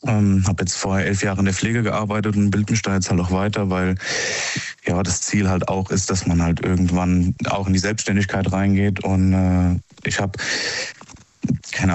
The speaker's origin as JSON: {"language": "German", "region": "Rhineland-Palatinate", "country": "Germany"}